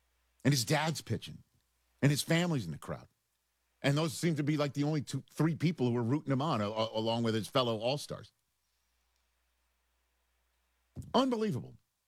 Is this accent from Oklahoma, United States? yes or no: no; New York City, New York, United States